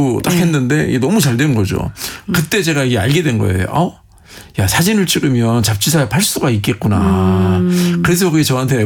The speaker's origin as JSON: {"language": "Korean", "country": "South Korea", "said": "내가 한국에서 왔는데"}